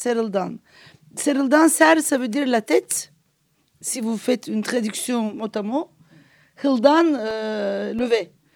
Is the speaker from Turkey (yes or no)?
yes; Turkey; French is a second language; Et j'ai dit qu'en tant que Turc, moi, je ne veux pas juger quelque chose que je ne maîtrise pas vraiment.